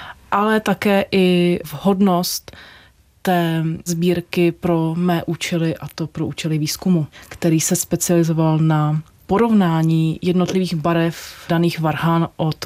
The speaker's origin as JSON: {"language": "Czech", "town": "Planá", "region": "Plzeň Region", "country": "Czechia", "tie": "born or raised there", "also_born_or_lived": "Prague / Ostrava", "moved": "as an adult", "said": "Já jsem rodačka z západní Čech, narodila jsem se v Plané u Maránských lázní, které můžete slyšet i na mém CDčku. A studovala jsem v západních Čechách vlastně až do maturity na gymnáziu v Maránských lázní"}